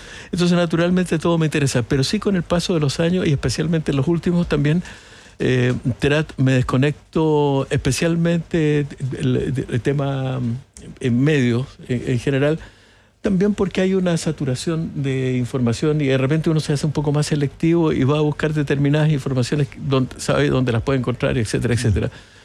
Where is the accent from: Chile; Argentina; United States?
Chile; Valparaíso; Yo soy porteño, nací en Valparaíso, siempre amé al mar y dije, bueno, siempre voy a buscar volver al mar, etc.